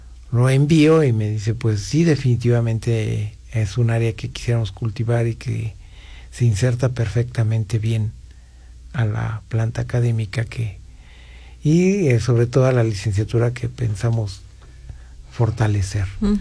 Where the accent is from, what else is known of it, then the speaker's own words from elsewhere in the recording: Pachuca, Hidalgo, Mexico; moved away as an adult; also born or lived in United States; Yo soy oriundo de Pachuca